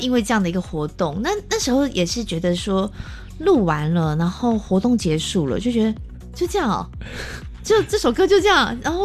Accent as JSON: {"language": "Chinese", "area": "Houli", "region": "Taichung", "country": "Taiwan", "tie": "born or raised there", "said": "记录我的家乡"}